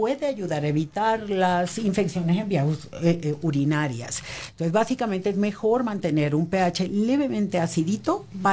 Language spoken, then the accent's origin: Spanish; Tabasco, Mexico; Lo que pasa es que allá en mi pueblo dirían, en Tabasco, que hace tanto calor, todo lo que esté frío vale más.